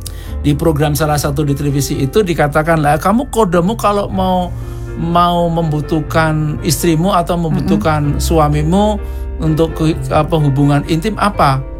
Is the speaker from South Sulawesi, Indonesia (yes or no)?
no; Surakarta, Central Java, Indonesia; saya dari Solo